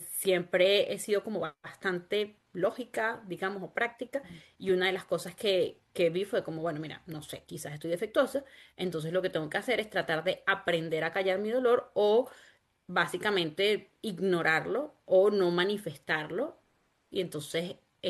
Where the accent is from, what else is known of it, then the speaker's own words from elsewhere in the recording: Caracas, Capital District, Venezuela; moved away as an adult; now in Quebec, Canada; el ritmo de Caracas, que es mi ciudad natal y era donde yo vivía antes de venir acá, es un ritmo súper, súper acelerado. Yo además vivía como en la zona metropolitana de Caracas